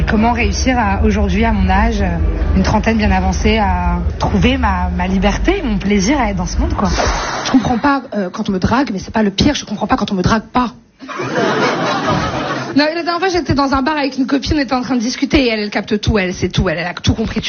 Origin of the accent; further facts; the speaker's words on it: Nice, Provence-Alpes-Côte d'Azur, France; Je suis née à Nice. J'ai grandi à Nice jusqu'à mes 18 ans quasiment.